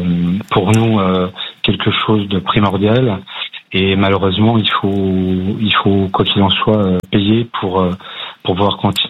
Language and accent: French; Saint-Étienne, Auvergne-Rhône-Alpes, France; sur le trajet qui est de Saint-Étienne, puisque je suis stéphanois, jusqu'à Lyon